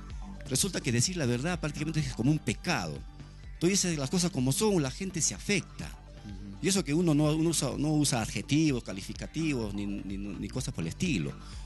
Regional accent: Pomabamba, Ancash, Peru; moved away as an adult; Yo vine de Pobamba con cuatro carros. No, perdón, con dos carros.

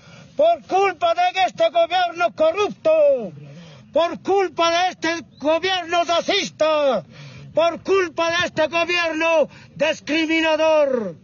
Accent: Bolivia; Como verdaderos bolivianos, tenemos que irnos a la paz, carajo.

